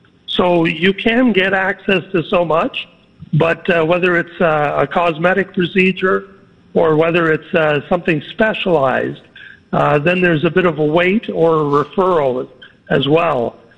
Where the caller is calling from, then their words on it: Canada; I'm Canadian. I'm on this side of the border.